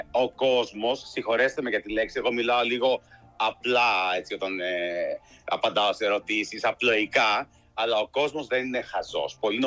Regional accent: Xanthi, Eastern Macedonia and Thrace, Greece; moved away; χαρούμενος πραγματικά που έρχομαι στον τόπο μου.

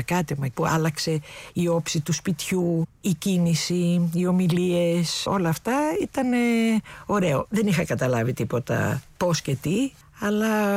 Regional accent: Palaio Faliro, Attica, Greece; Αγαπώ πολύ τη θάλασσα γιατί μεγάλωσα στο Παλαιό Φάληρο. Είμαι πολύ τυχερή που μεγάλωσα στο Παλαιό Φάληρο γιατί ήταν τότε χωματόδρομοι.

